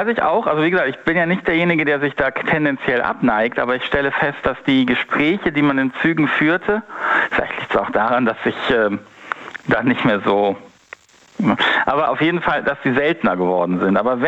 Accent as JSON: {"language": "German", "region": "Northern Germany", "country": "Germany", "said": "ich komme aus Norddeutschland ursprünglich"}